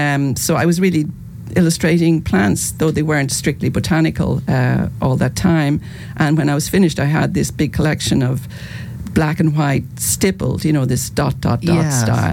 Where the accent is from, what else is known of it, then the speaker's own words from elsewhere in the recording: Tullamore, County Offaly, Ireland; I grew up in a place called Tullamore, right in the middle of Ireland, so in Offaly County.